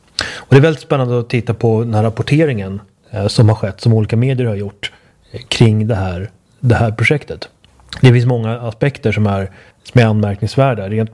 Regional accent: Uppsala, Uppsala County, Sweden; Jag minns från min uppväxt i Uppsala att jag minns när Stenhagen byggdes.

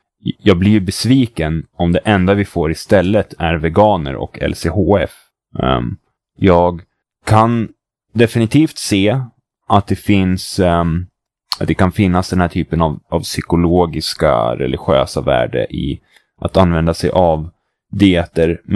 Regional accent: Sweden; Särskilt inte som vi svenskar har en tendens att så här, skala bort fasteperioder men behålla mat ritualerna som kommer efter dem, typ så här med att vi äter semlor.

